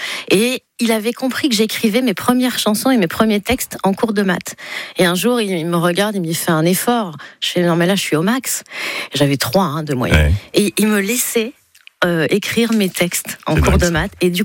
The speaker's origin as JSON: {"language": "French", "town": "Nice", "region": "Provence-Alpes-Côte d'Azur", "country": "France", "said": "Je suis du sud. Et je sais à peine nager. Je suis niçoise."}